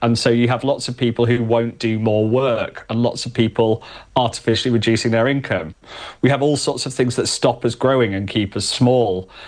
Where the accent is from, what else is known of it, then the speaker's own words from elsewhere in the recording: Yorkshire and the Humber, United Kingdom; I'm a Yorkshireman